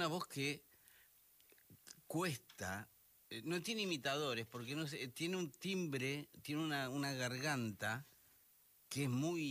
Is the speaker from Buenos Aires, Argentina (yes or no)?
yes; Buenos Aires, Argentina; born there; Yo he nacido en el hospital... Yo soy porteño